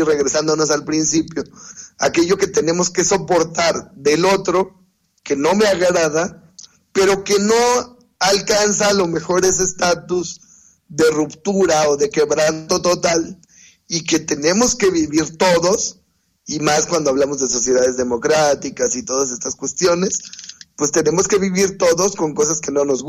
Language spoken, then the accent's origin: Spanish; Mexico; nosotros somos mexicanos